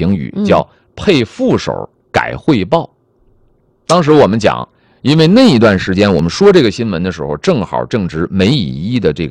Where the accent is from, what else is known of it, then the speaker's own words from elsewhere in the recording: China; 我觉得作为中国人